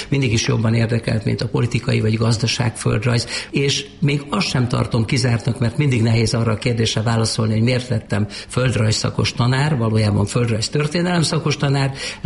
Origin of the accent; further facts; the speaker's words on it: Máza, Baranya, Hungary; Egy kis baranyai faluban, Mázán nőttem föl, de azt mondom, hogy még ez is egy kis túlzás, mert Mázán az erdőszélen laktunk.